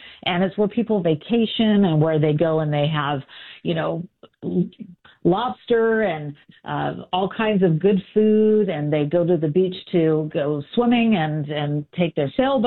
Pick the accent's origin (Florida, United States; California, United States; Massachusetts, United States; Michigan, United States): California, United States; Sacramento; And I'm from Sacramento, California.